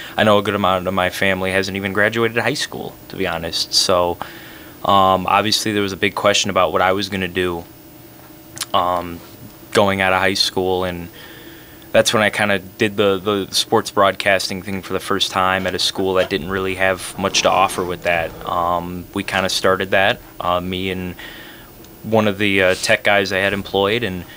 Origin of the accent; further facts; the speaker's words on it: Beloit, Wisconsin, United States; moved away as an adult; now in Whitewater, United States; because I'm from Beloit.